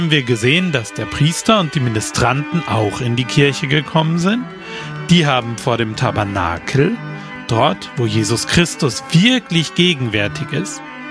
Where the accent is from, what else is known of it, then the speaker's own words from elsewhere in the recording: Germany; moved away; ich komme gebürtig aus Deutschland